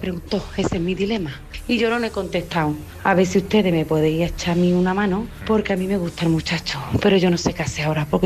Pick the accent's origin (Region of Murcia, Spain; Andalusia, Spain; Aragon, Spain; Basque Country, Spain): Andalusia, Spain; Seville; soy de Sevilla.